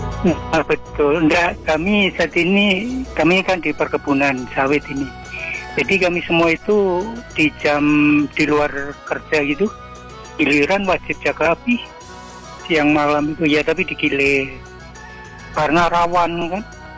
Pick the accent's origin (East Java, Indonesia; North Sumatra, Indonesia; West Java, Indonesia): North Sumatra, Indonesia; Aku dari Sumatera Utara kayak. Dari Batak Karo ke Piring-Piring.